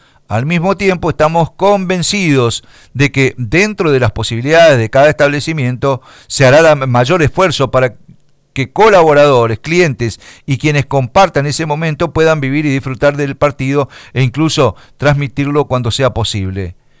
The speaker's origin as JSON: {"language": "Spanish", "country": "Argentina", "said": "somos nosotros los argentinos"}